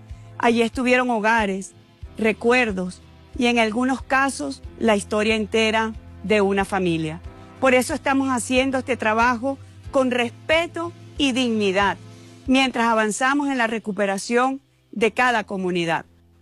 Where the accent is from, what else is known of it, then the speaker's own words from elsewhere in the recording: Venezuela; Como venezolana, que me ha ocupado estos meses dirigir acción a los desafíos que nos preocupan como país